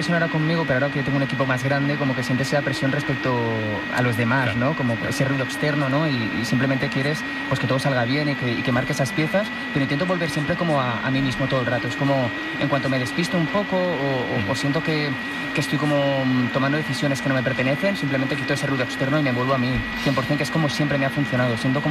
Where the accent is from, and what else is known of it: Valencian Community, Spain